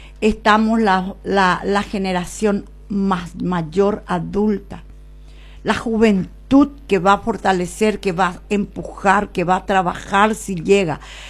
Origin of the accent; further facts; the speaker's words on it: Coronel Oviedo, Caaguazú, Paraguay; la se ciudad querida Coronel Oviedo